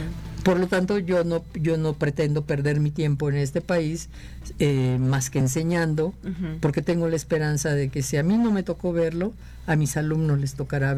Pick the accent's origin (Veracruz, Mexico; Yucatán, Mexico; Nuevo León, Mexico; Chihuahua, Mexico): Yucatán, Mexico; moved away; como yo vengo de Yucatán y en Yucatán nada es chiquito